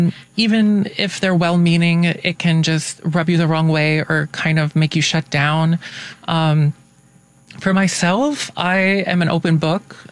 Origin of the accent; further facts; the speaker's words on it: Athens, Tennessee, United States; moved away as an adult; now in Chicago, United States; I originally am from rural East Tennessee. Tiny little town called Athens.